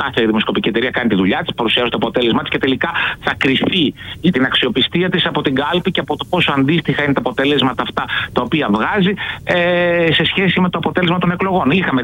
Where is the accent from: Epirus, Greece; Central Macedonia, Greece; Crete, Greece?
Central Macedonia, Greece; Thessaloniki; moved away; Εμένα η επιθυμία μου είναι να κατέλθω στην Αλφα Θεσσαλονίκη, στην περιφέρειά μου, στις επόμενες εκλογές, δηλαδή στην πατρίδα μου εννοώ.